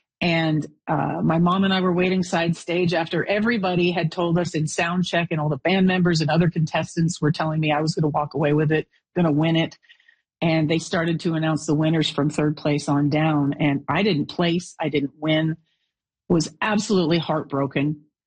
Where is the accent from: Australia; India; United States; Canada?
Canada; instilled in me a sense of our Canadian pride and to never, ever forget where I came from, who I am. And being Canadian is so much a part of my character and my resilience